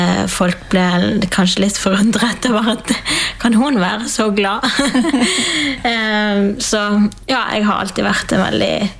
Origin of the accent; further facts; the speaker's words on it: Bergen, Vestland, Norway; Jeg vokste opp i Bergen sammen med en mamma og pappa og en lillesøster, og etter hvert en lillebror. Han er 12 år yngre enn meg, så han kom litt art på klatt, ja. Men ja, jeg vokste opp i kristent hjem